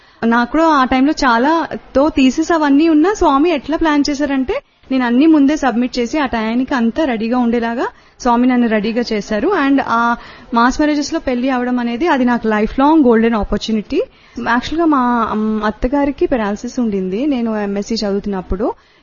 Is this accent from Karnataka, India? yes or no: yes; Bengaluru, Karnataka, India; నేను బెంగళూరు నుంచి వచ్చాను.